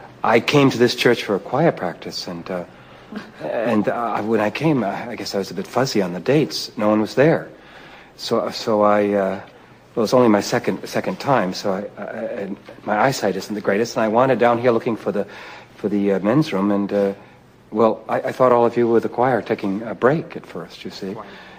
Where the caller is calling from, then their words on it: New England, United States; I come from New England. I come from a long line of sober people.